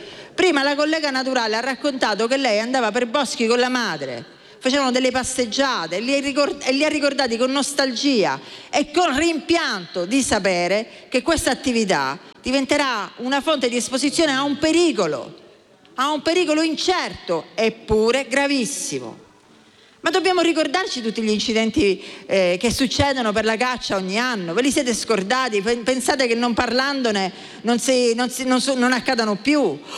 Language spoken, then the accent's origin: Italian; Sicily, Italy; Io vengo dalla Sicilia.